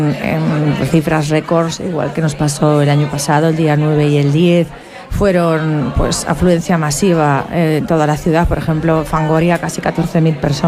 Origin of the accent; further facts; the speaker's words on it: Huesca, Aragon, Spain; soy de Huesca, quiero mucho a mi ciudad.